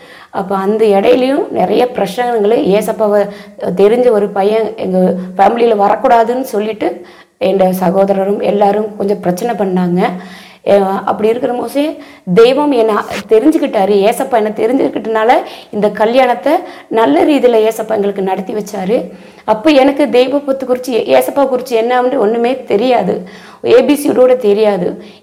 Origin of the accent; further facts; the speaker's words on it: Kambam, Tamil Nadu, India; நான் பிறந்து வளர்ந்ததெல்லாம் தமிழ்நாட்டில் கம்பத்தில் வளர்ந்தது, படித்தது எல்லாம் அங்கே தான் நான் படித்து வளர்ந்தேன்.